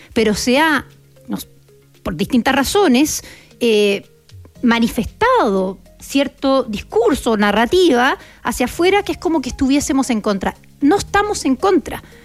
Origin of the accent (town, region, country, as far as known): Chile